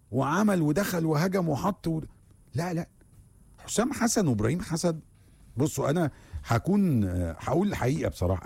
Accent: Egypt; انا بقول رايي كمصري بيشجع منتخب بلده

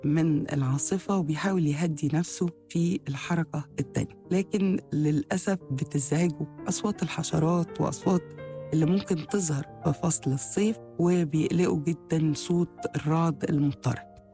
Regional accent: Egypt; إحساسنا احنا كمصريين

